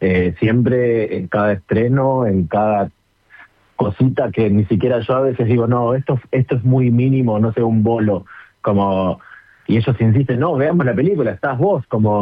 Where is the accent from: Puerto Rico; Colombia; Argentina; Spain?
Argentina; Pilar, Buenos Aires Province; now in Buenos Aires, Argentina; Ahora sí vivo en Capital, pero soy de Pilar, de zona norte.